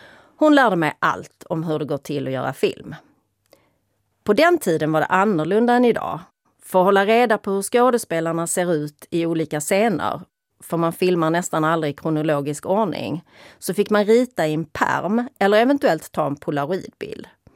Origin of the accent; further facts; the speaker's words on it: Malmö, Skåne, Sweden; Jag är uppvuxen i Malmö med en pappa som var bankdirektör och en mamma som var tandtekniker och en lillebror.